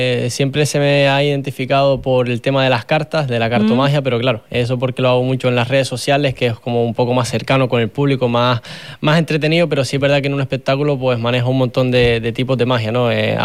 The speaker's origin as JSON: {"language": "Spanish", "town": "Puerto del Rosario", "region": "Canary Islands", "country": "Spain", "said": "tengo 22 añitos, soy de aquí de Fuerteventura, de Puerto"}